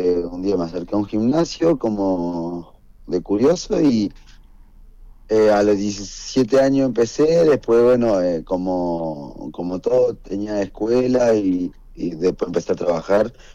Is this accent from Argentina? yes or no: yes; El Calafate, Santa Cruz, Argentina; born there; estoy radicado, vivo de los 8 años, tengo 26 años y de los 8 años que vine a...